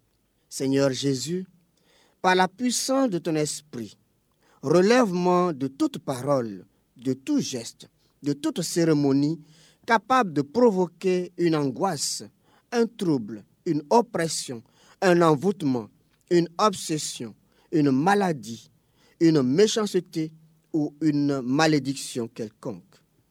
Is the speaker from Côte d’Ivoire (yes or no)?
yes; Côte d’Ivoire; en avril 2001 à Grand Bassam, chez nous en Côte d'Ivoire